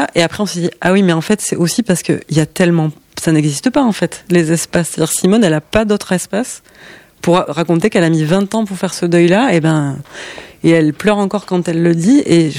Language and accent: French; Occitanie, France